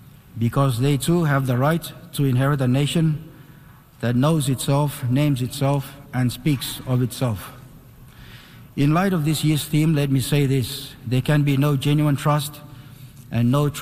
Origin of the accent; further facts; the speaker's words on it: Nauru; That means I am from Nauru, and so is every person I have the honor to speak for today.